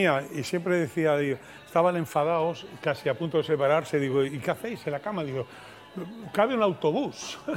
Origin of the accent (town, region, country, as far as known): L'Hospitalet de Llobregat, Catalonia, Spain; born or raised there